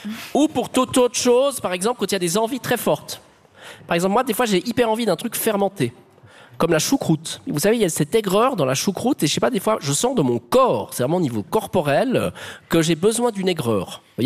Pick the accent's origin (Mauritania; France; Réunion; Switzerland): Switzerland; on est Suisse, on connaît Paris